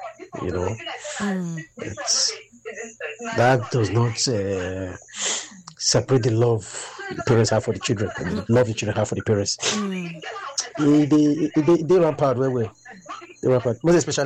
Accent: Edo, Nigeria; Because I'm born and brought up in Edo State, so I know a little tradition about the Binis.

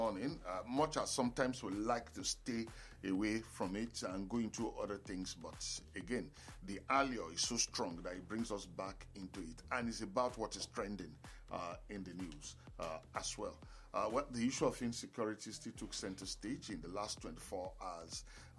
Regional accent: Nigeria; I'm feeling it too as a Nigerian

